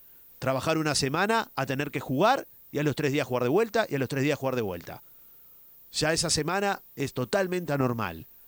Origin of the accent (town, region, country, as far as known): Uruguay